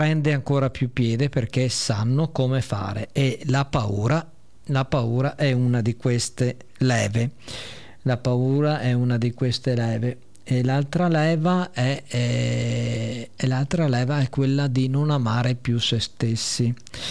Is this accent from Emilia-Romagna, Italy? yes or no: no; Veneto, Italy; io sono della provincia di Rovigo